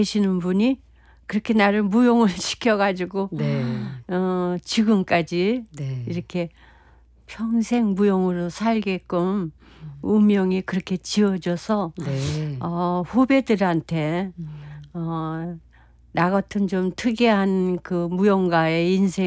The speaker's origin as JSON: {"language": "Korean", "country": "North Korea", "tie": "born there", "said": "내가 태어난 곳이 약수터인데 삼박 약수로 유명한 지금은 김일성 별장이 거기 있대요. 그렇게 그 정도로 경치가 좋은 데서 이제 태어났는데"}